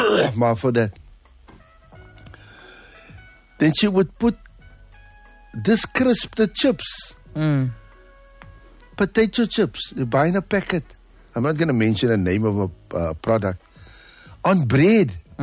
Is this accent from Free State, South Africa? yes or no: no; Cape Town, Western Cape, South Africa; also born or lived in Claremont, Cape Town; I grew up in Grassy Park, born in Claremont and then moved to Grassy Park.